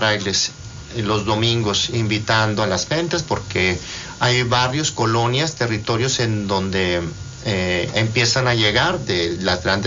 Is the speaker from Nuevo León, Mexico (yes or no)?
yes; Guadalupe, Nuevo León, Mexico; moved away; also born or lived in Monterrey; Yo crecí en una comunidad en donde por primera vez llegaron los frailes a esa comunidad. Periferia de Monterrey, nací en Monterrey, posteriormente nos movemos hacia una periferia, Guadalupe, Nuevo León